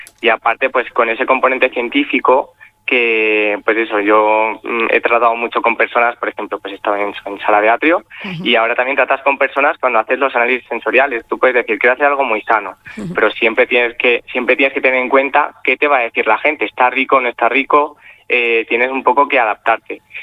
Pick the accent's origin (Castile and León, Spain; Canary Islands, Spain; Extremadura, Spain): Extremadura, Spain; now in Madrid, Spain; yo desde Madrid digo, vale, aquí hay muchas cosas, sé lo que hay en España, pero en Extremadura, por las ferias a las que vamos, por lo que nos vamos moviendo, voy conociendo cosas que yo no conocía de mi tierra.